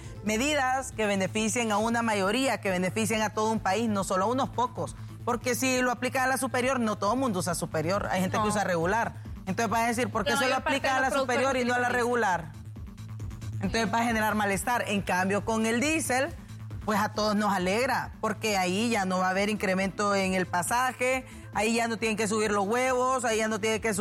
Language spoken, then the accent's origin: Spanish; Honduras